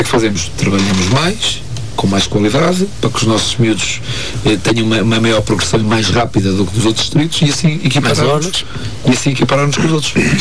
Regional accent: Guarda, Portugal; Sim, eu sou de cá da Guarda e eu comecei a jogar basquete na altura, era a Desportiva da Guarda

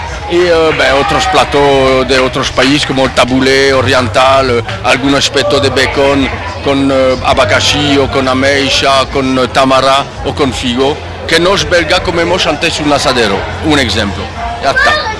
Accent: Wallonia, Belgium; first language French; Portuguese is a second language; now in Portugal; eu sou belga da parte Suaron, onde nós falamos francês, e tem a parte holandesa que falamos flamenco.

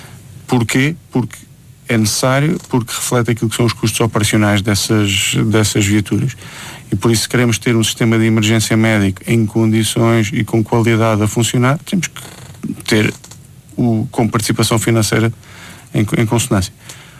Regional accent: Portugal

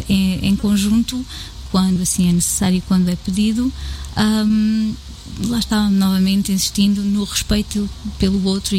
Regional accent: Abrantes, Centro, Portugal; born there; also born or lived in Angola

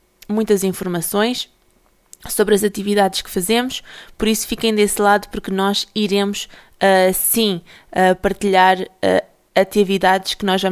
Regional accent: Portugal; now in Pinhel, Portugal; Eu sou portuguesa

